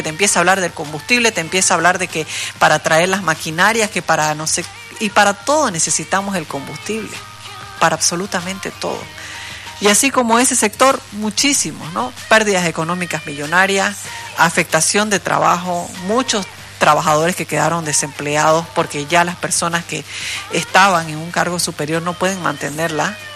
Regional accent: Bolivia; para poder actuar como bolivianos.

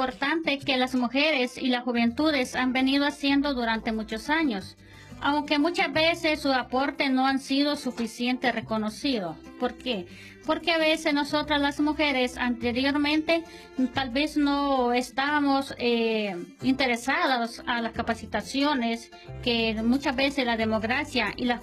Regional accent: Ciudad Romero, Usulután, El Salvador; Soy de Ciudad Romero, Cantón El Zamorano, Distrito de Jiquilisco, Usulután Oeste.

